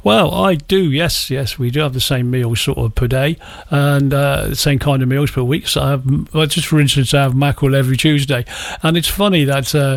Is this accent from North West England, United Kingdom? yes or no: no; West Midlands, United Kingdom; I'm from the West Midlands